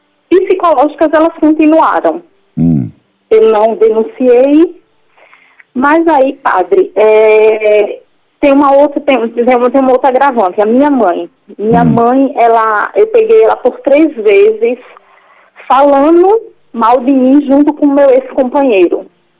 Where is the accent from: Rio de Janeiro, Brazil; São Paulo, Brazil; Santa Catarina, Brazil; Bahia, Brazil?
Santa Catarina, Brazil; Porque eu estou desempregada, eu vim de Santa Catarina, eu estou no tratamento de glaucoma avançado.